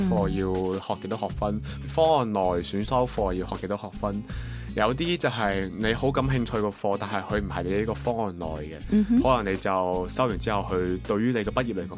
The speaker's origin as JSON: {"language": "Chinese", "country": "Macau", "said": "来自澳门的"}